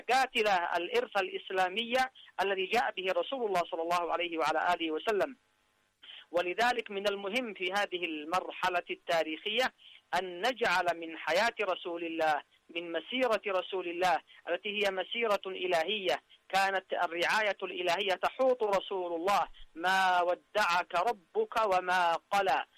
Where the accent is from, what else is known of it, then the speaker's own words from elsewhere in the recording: Yemen; فيما بيننا كيمنيين